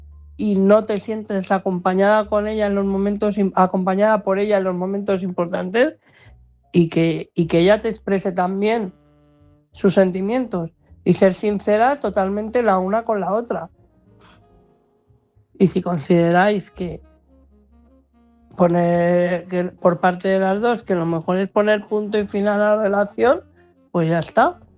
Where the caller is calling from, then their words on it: Madrid, Community of Madrid, Spain; de Madrid.